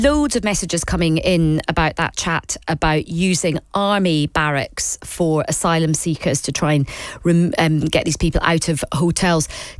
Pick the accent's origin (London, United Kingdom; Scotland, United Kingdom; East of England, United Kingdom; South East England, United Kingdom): Scotland, United Kingdom; As a Scot